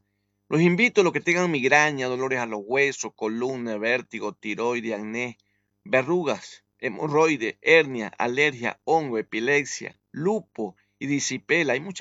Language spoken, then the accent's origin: Spanish; Ecuador; Yo como católico, como ecuatoriano, que vengo de la mitad del mundo, de esa alta montaña de la Amazonía. Créanme, lo que yo no nací en cuna de oro. Yo vengo de las montañas, yo me conozco lo que es el campo.